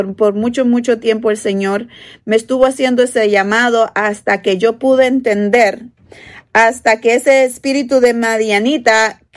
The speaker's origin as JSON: {"language": "Spanish", "country": "El Salvador", "moved": "yes", "said": "yo que soy salvadoreña"}